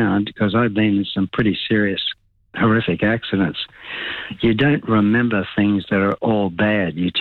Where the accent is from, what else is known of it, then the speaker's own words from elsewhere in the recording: Sydney, New South Wales, Australia; now in Lilyfield, Australia; I grew up in Castle Crag.